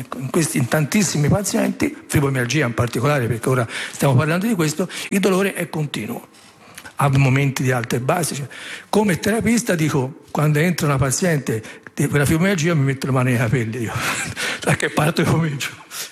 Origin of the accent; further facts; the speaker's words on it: Empoli, Tuscany, Italy; Noi veniamo da Empoli e più di 10 anni fa, se non vado errato, se non sbaglio, controllavo le date, 10 anni fa abbiamo costituito questa associazione